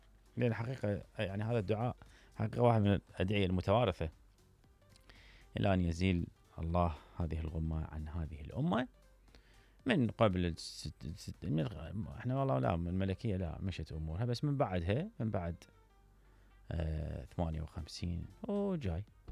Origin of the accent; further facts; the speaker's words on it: Iraq; احنا كمواطنين عراقيين